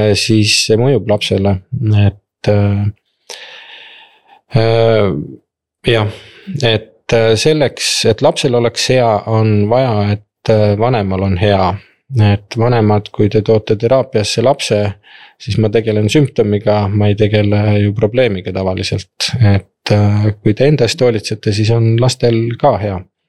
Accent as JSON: {"language": "Estonian", "town": "Tartu", "region": "Tartu County", "country": "Estonia", "said": "me oleme Tartust pärit"}